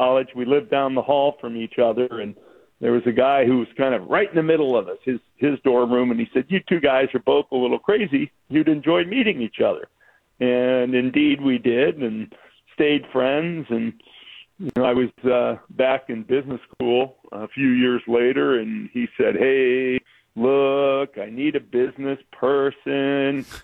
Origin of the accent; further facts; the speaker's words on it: Farmington Hills, Michigan, United States; moved away as an adult; also born or lived in Detroit, Michigan / Oak Park, Michigan; now in Seattle, United States; I like I said, I was born in Detroit, but first lived in Oak Park. That's where my mom and dad bought their starter home. That's where I started in elementary school and Hebrew school. And, you know, we moved around a little bit. My dad was with Ford, but then moved to Farmington Hills, and that's where I did my high school years.